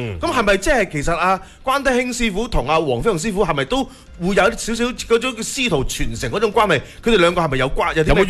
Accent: Foshan, Guangdong, China; 我哋自己佛山啊，我哋自己本地咧，

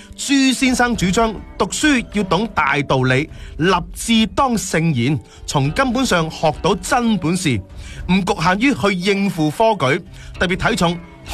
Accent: Foshan, Guangdong, China

